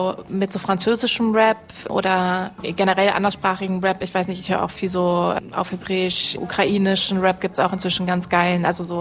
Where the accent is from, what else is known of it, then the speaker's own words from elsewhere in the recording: Switzerland; ich komme ja auch aus der Schweiz